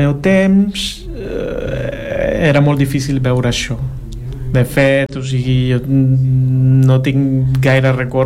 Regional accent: San Salvador, El Salvador; moved away; jo vaig néixer a El Salvador en un context de postguerra. Vaig viure la meva infància en aquest context.

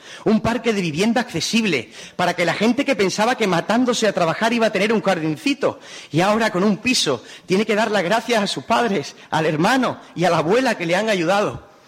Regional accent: La Línea de la Concepción, Andalusia, Spain

